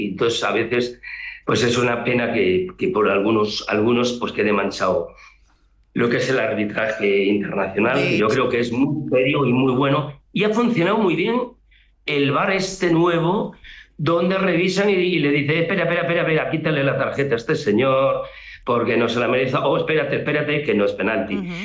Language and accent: Spanish; Spain; de que todos somos españoles, cada uno tiene pues su cultura, su manera de ser, los idiomas, que no se pierdan, por favor.